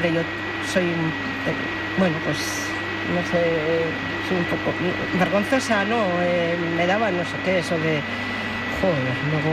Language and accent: Spanish; Muskiz, Basque Country, Spain